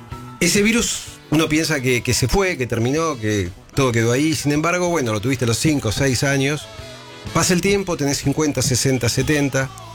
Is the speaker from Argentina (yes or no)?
yes; Argentina; somos argentinos